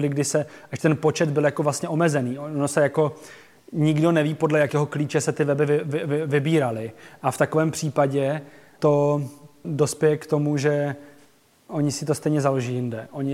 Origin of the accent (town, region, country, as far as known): Ostrava, Moravian-Silesian Region, Czechia